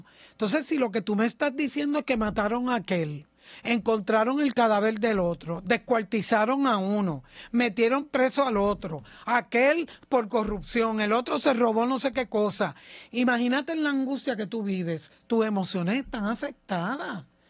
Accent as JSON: {"language": "Spanish", "country": "Puerto Rico", "said": "Nosotros somos puertorriqueños"}